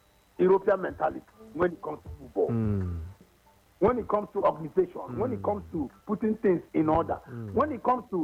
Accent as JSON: {"language": "English", "country": "Nigeria", "said": "I'm from Africa."}